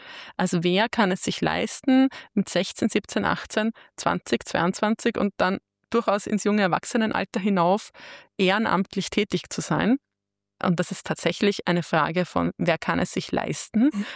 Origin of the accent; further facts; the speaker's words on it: Vienna, Austria; Also ich bin selber in Simmering in einer Pfarre aufgewachsen, wo in unserem Pfarrklientel eine ganz bunte Mischung aus Menschen ist.